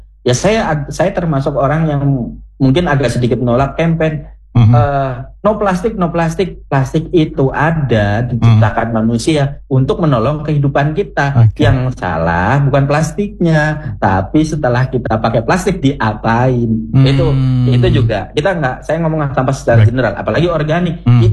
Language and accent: Indonesian; Central Java, Indonesia; accent: Ngapak; Kita wong Jawa Tengah ngomongnya Jawa ngapak gitu kan, bandres gitu kan.